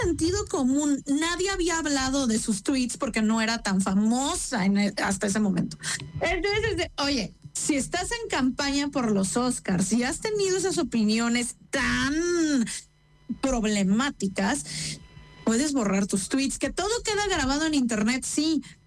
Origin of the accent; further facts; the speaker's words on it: Mexico; ofende, a mi punto de vista, como mujer y como mexicana, me sentí ofendida.